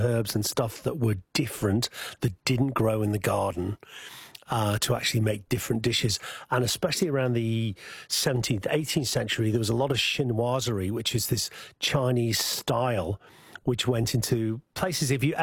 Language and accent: English; North West England, United Kingdom; accent: Scouse; There's my Scouse accent coming out.